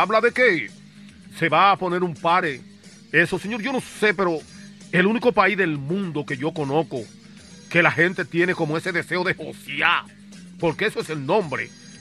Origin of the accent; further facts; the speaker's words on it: Dominican Republic; now in United States; tengo que reconocer que mi país es un país de tercer mundo, no un país moderno como este que nosotros vivimos aquí en Boston.